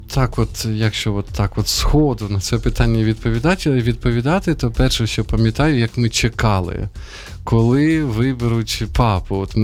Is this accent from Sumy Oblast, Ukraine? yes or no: yes; Sumy, Sumy Oblast, Ukraine; moved away; Мої рідні Суми